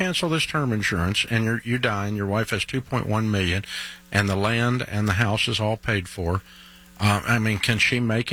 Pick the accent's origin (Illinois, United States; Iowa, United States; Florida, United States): Illinois, United States; Effingham; Hi. I'm actually from Effingham, Illinois.